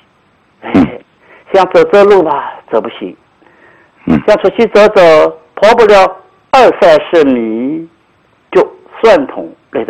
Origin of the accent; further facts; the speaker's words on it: Nanjing, Jiangsu, China; 75岁了。